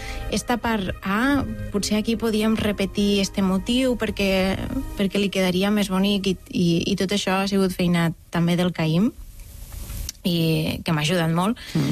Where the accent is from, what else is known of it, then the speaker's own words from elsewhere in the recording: Catalonia, Spain; now in Barcelona, Spain; jo sóc ebrenca